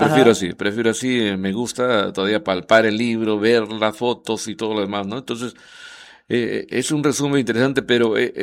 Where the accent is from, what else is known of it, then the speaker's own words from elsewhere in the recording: Trujillo, La Libertad, Peru; moved away; yo soy de Trujillo